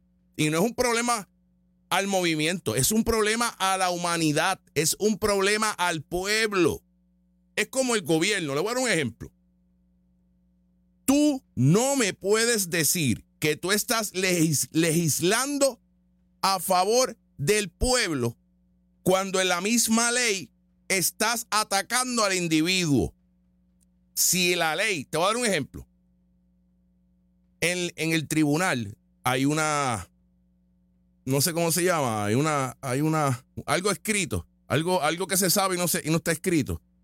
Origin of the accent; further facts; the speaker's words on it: Puerto Rico; si yo vivo en Puerto Rico y soy legal, soy ciudadano, soy estadounidense, soy americano y vivo en Puerto Rico